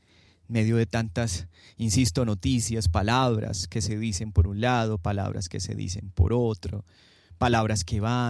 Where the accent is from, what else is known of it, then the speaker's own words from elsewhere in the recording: Colombia; cuando escuchemos todos nosotros como colombianos al Señor, Colombia será siempre una nación grande